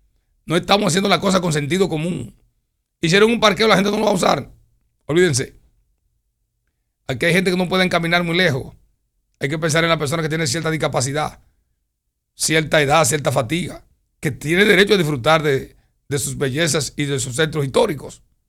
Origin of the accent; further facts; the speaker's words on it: Dominican Republic; lo que somos los dominicanos